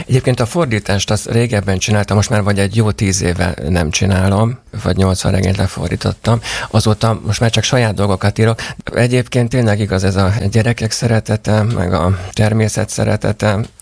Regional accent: Abony, Pest, Hungary; moved away; Én Abonyból származom, az egy alföldi, akkor nagyközség volt, most már város. Most is nagyon jó a kapcsolatom a városra, sokat visszajárok

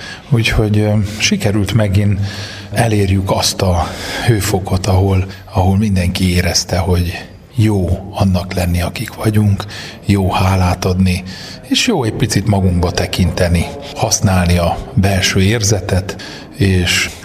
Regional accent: Hungary; nem hiába születtünk magyarnak

